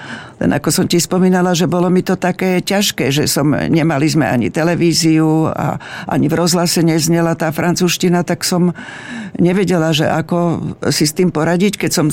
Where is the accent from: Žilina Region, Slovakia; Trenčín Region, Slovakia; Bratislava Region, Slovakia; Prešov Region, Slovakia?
Žilina Region, Slovakia; Blatnica; my sme boli autobusári z Blatnici